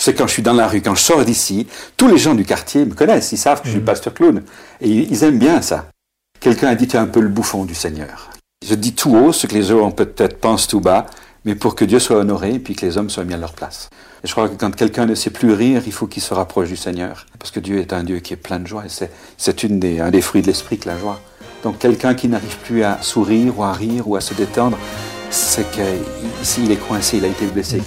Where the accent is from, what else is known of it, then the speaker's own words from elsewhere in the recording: Belgium; accent: Belgian; now in Switzerland; moi j'ai un accent belge, j'ai coupé au couteau une fois.